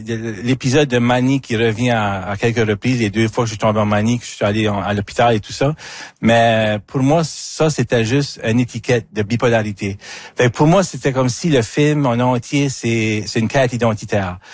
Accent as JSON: {"language": "French", "region": "Acadia", "country": "Canada", "said": "je viens de l'Acadie comme ton premier album."}